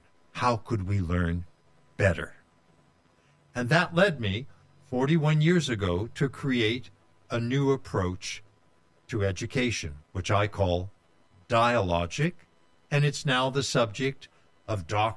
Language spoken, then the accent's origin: English; Marshall, Texas, United States; born there; moved away; I was born in 1950 in Marshall, Texas.